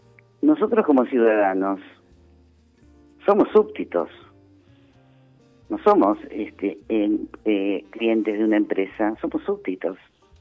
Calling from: Buenos Aires, Argentina; de Liniers.

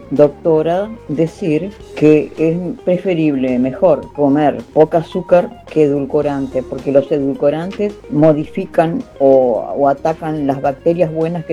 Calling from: Carmelo, Colonia, Uruguay; de Carmelo.

